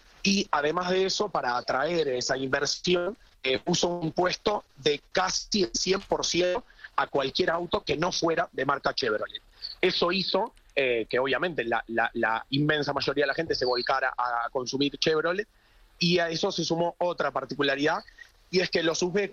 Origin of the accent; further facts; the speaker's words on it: Uruguay; y yo que soy uruguayo, un país muy futbolero, también el Mundial se vive mucho en la calle.